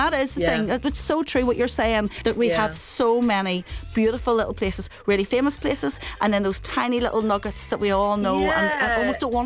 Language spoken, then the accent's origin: English; Newcastle, Northern Ireland, United Kingdom; born there; I was born in Newcastle.